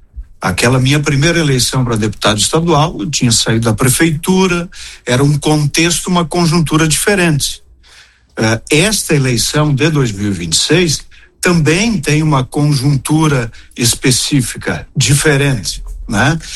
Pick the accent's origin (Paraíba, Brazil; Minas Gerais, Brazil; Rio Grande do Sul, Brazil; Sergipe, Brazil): Rio Grande do Sul, Brazil; Marau; aos meus conterrâneos, ao povo marauense